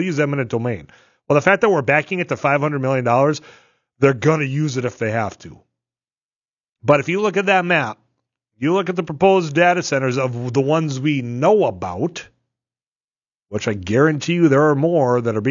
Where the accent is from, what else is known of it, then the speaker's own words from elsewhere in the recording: Leeds, North Dakota, United States; the townships met in Leeds, my hometown